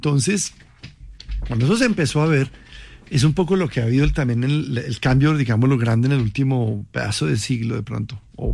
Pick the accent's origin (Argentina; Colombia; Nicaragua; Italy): Colombia; nosotros como colombianos